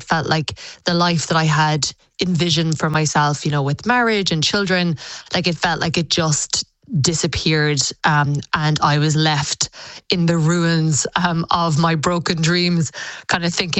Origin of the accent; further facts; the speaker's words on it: Clonakilty, Munster, Ireland; moved away as an adult; I am from Clonakilty. My parents own … Butcher Shop on the main street there.